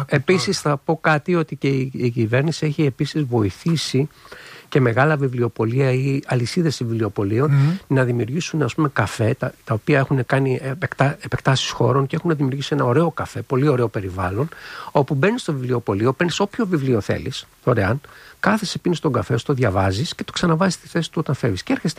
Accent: Greece; now in China; σαν Έλληνας

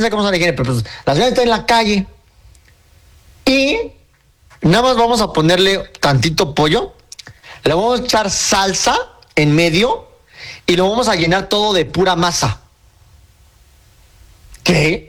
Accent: Mexico; somos mexicanos y comemos tortilla.

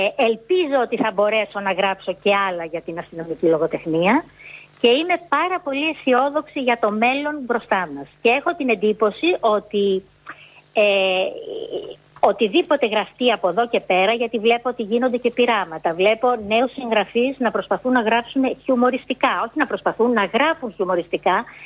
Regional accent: Piraeus, Attica, Greece; born there; Έχω γεννηθεί στην Καστέλα. Το σπίτι μου έβλεπε Σαρωνικό.

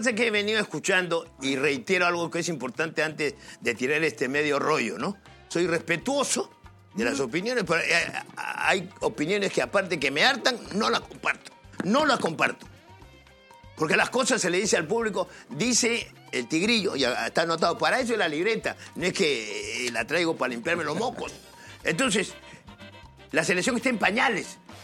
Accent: Peru; soy peruano, pero yo no puedo

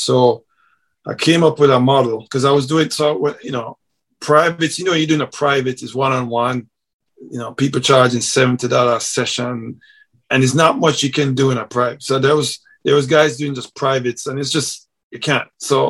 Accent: Jamaica; moved away; so my model is based off of how I grew up in Jamaica. You play on the streets, you play with kids that can't play your ball.

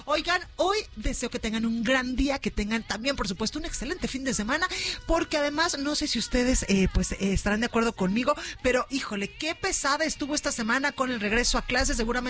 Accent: Guadalajara, Jalisco, Mexico; por aquello de mi tierra, de mis raíces tapatías.

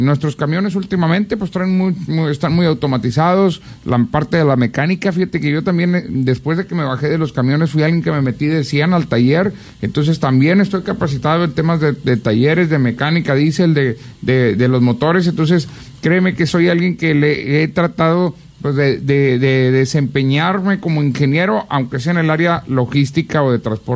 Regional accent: Nuevo Laredo, Tamaulipas, Mexico; para todos los que somos de Nuevo Laredo

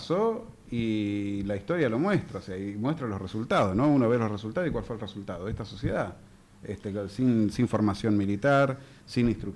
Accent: Argentina; El 6 nos tiene que encontrar a todos unidos, siendo argentinos, y luchar, ¿no? ¿Por qué no se lleven puesto este país?

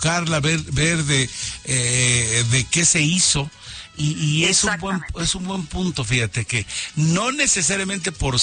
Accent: Mexico; ¿Cómo estamos los mexicanos con ello?

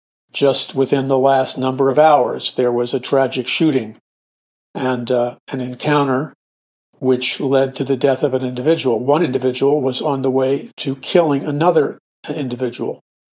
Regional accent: New York City, New York, United States; All my life growing up in New York City, and New York City, you know, this is not a matter of wanting to be in the most important city versus not being in the most important city.

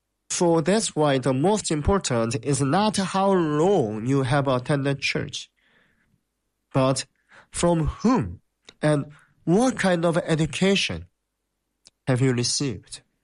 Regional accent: South Korea; English is a second language; moved away; When I came here, and when I say I came from Korea, they say, oh, I want to go to Korea.

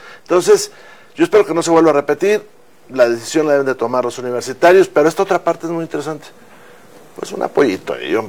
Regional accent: Mexico; Claro, como mexicanos podemos observar, pero ellos deben de tomar sus decisiones.

